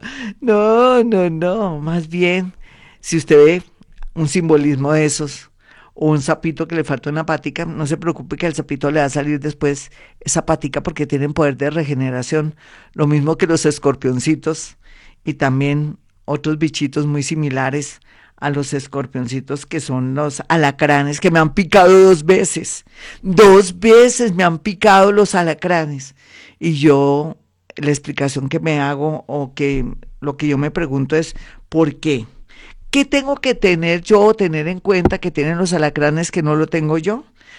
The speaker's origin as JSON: {"language": "Spanish", "country": "Colombia", "said": "como buena colombiana que somos muy, nos arreglamos bonito"}